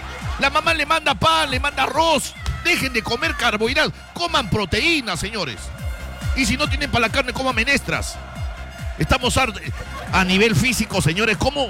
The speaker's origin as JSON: {"language": "Spanish", "country": "Peru"}